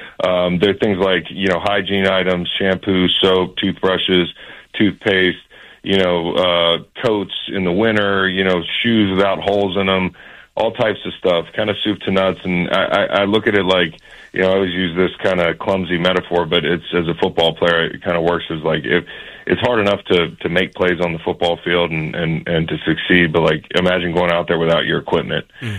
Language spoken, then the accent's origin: English; Charlottesville, Virginia, United States; my hometown in Charlottesville